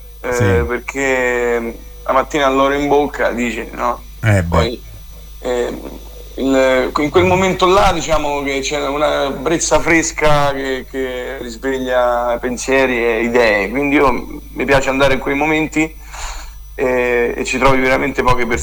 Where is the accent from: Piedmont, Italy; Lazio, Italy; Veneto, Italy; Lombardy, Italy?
Lazio, Italy; Sant'Oreste; siamo amici di vecchia data, che tutti quanti veniamo da Santoreste.